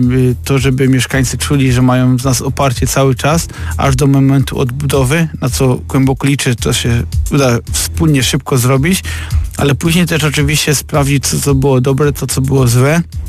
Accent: Nogowczyce, Opole Voivodeship, Poland; Ja wtedy byłem małym chłopakiem, ale pochodzę z Nogowczyc, to jest miejscowość 2 km od Balcarzowic.

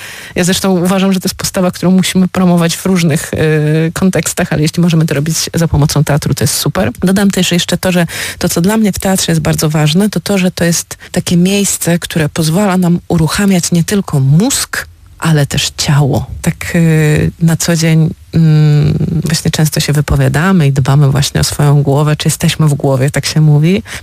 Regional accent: Warsaw, Masovian Voivodeship, Poland; Ponieważ my jesteśmy z Warszawy

